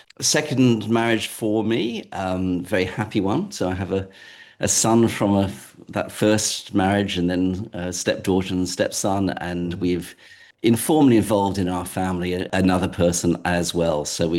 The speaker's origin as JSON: {"language": "English", "region": "England", "country": "United Kingdom", "moved": "as an adult", "lives_now": "Australia", "said": "I'm English by origin, and I'm very bad at languages, so I haven't really picked up any other accent. But I came out to Australia when I was 27 in 1986, and I've never looked back."}